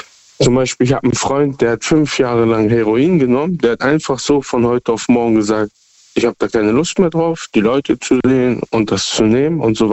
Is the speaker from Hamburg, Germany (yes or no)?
yes; Hamburg, Germany; Ich komme aus Hamburg.